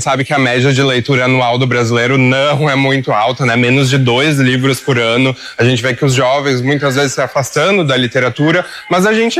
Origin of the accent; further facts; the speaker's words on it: Caxias do Sul, Rio Grande do Sul, Brazil; Eu venho de Caxias do Sul, uma terra onde temos a Festa da Uva